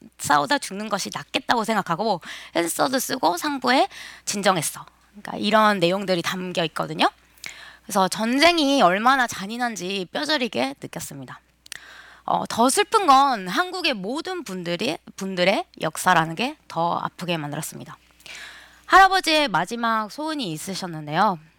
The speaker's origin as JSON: {"language": "Korean", "country": "Argentina", "tie": "born or raised there", "second_language": "Korean", "moved": "as an adult", "lives_now": "South Korea", "said": "하지만 어린 시절부터 아르헨티나에 살았기 때문에 쉬운 결정이 아니어서 작년 3개월 동안 남편이랑 먼저 살아보기로 결정했어요."}